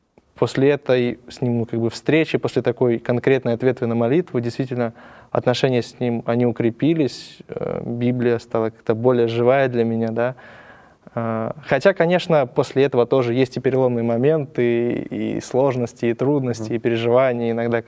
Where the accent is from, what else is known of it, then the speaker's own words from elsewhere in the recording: Ukraine; now in Argentina; Нет, я сам с Украины. Вот. У меня было с детства, не как с детства, 16 лет у меня было такое большое желание уехать учиться за границу